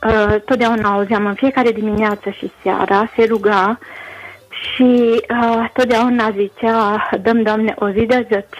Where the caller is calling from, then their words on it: Cluj-Napoca, Cluj County, Romania; sunt din Cluj.